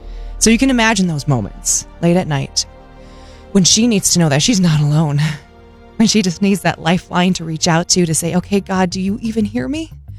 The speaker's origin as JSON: {"language": "English", "town": "Wichita", "region": "Kansas", "country": "United States", "tie": "born or raised there", "moved": "yes", "said": "That's my hometown, by the way."}